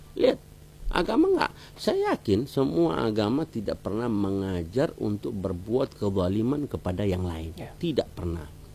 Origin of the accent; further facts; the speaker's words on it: Ambon, Maluku, Indonesia; accent: Ambonese; also born or lived in Yemen; beta ini orang Ambon, ketung hidup di Ambon.